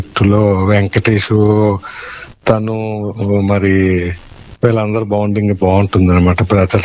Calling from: Chintala Agraharam, Visakhapatnam district, Andhra Pradesh, India; మాది విశాఖపట్నం జిల్లా చింతల అగ్రహారం.

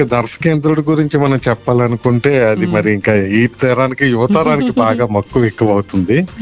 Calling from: Visakhapatnam, Andhra Pradesh, India

